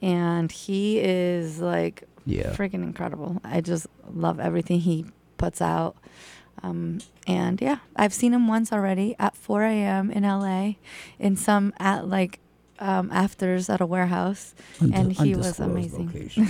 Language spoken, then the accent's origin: English; Bolivia; He's from Peru, which is my neighbor. I'm from Bolivia.